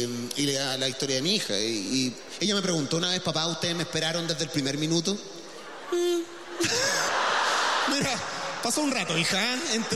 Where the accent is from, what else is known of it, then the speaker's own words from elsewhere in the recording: Chile; Como que cada vez como chilenos queremos cambiarlo todo, nos pasamos tres pueblos y volvemos al mismo punto en el que estábamos.